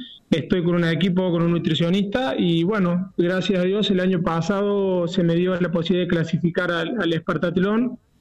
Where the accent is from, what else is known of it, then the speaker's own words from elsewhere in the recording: Córdoba, Argentina; Soy el primer cordobés, el primer hombre en realidad, porque ha habido una mujer en el 2019 que participó, pero bueno, soy el primer cordobés en la historia que va a correr.